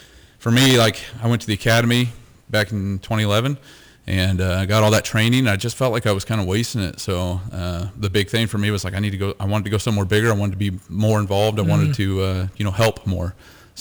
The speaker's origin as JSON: {"language": "English", "town": "Lewistown", "country": "United States", "tie": "born or raised there", "said": "Just went to, applied at my hometown and got hired with Lewistown Police Department to start my career."}